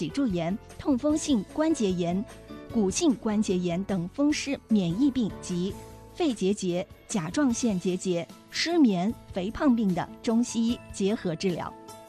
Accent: Hunan, China; 对于我们湖南人来说，常年气候潮湿闷热

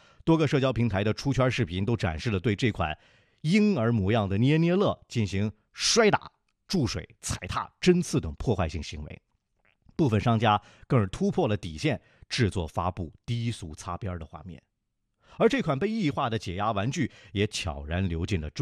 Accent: Gansu, China; moved away; 我的家乡甘肃

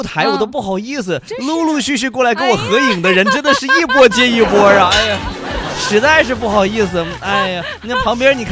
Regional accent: Wuhan, Hubei, China; moved away as an adult; also born or lived in Chengdu; now in Changsha, China; 我说成都其实是我的第三故乡，因为我大学是在成都上的、嗯、然后长沙现在是我的第二故乡，我的第一故乡还是武汉。

